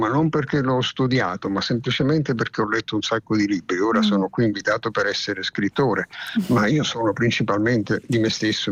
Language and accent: Italian; Naples, Campania, Italy; first language Neapolitan; Sì, di estrazione completamente napoletana, cioè provengo proprio da lì. Lì mi si sono formate, oltre che la mia lingua madre, il napoletano, è quello che io parlo con me